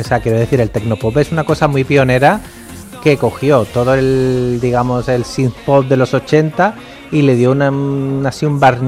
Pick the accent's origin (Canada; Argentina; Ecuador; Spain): Spain; Málaga, Andalusia; born there; nací en Málaga.